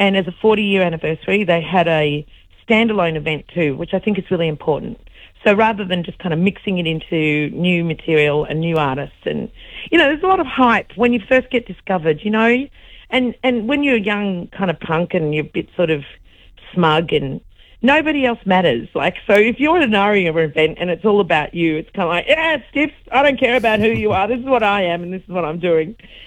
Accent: Australia; I feel that we wouldn't be quite as Australian if we hadn't had … or we wouldn't as Australian if we didn't have … Like, we're distinctly the face and the sound of Australian music

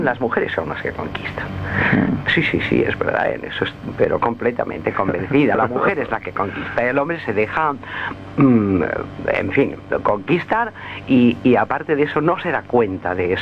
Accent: Alcoy, Valencian Community, Spain; now in Madrid, Spain; de pequeña aquí en Alcoy

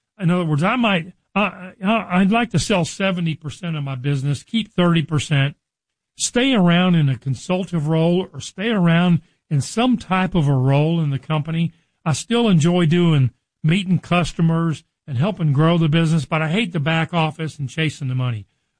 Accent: Richardson, Texas, United States; I grew up in Richardson, which is a suburb of Dallas. I know the North Texas market

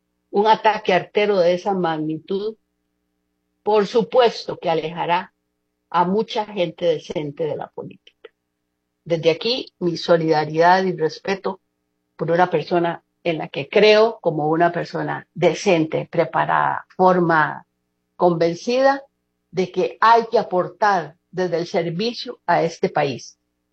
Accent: Costa Rica; Algo nos desenfocó como costarricenses.

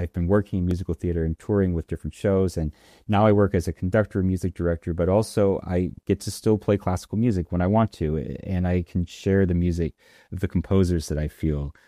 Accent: Detroit, Michigan, United States; I grew up outside of Detroit. I'm half Japanese, half white.

